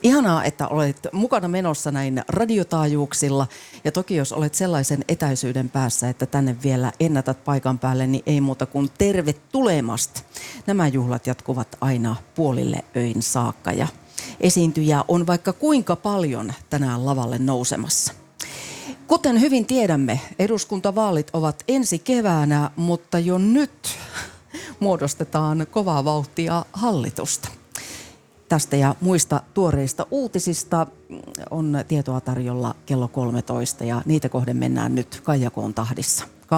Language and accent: Finnish; Jyväskylä, Central Finland, Finland; tämänpäiväinen lähetys tulee rakkaasta kotikaupungistani Jyväskylästä